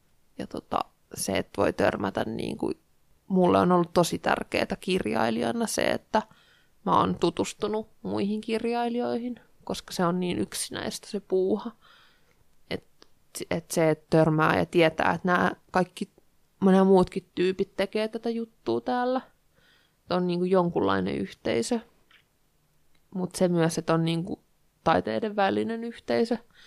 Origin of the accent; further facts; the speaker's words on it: Helsinki, Uusimaa, Finland; moved away as an adult; now in Jyväskylä, Finland; Helsingistä mä oon Vuosaaresta kotoisin, mutta en kaipaa sinne.